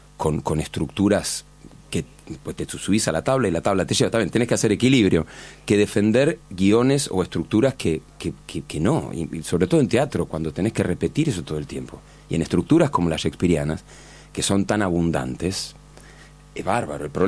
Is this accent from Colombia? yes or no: no; Vicente López, Buenos Aires Province, Argentina; also born or lived in Once, Buenos Aires; Yo nací en 11, pero crecí toda mi vida en Florida, en Vicente López.